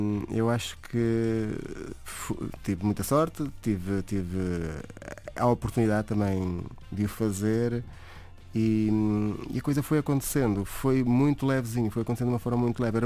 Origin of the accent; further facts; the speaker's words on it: Águeda, Centro, Portugal; moved away as an adult; also born or lived in Vila Real; now in Douro, Portugal; Eu sou da zona centro, sou de Águeda